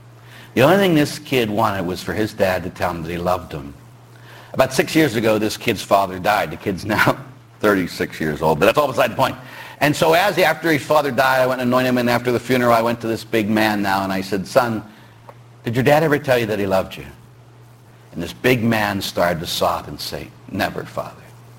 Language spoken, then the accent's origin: English; Pittsburgh, Pennsylvania, United States; I'm from Pittsburgh, as everybody knows, and both my parents were cops.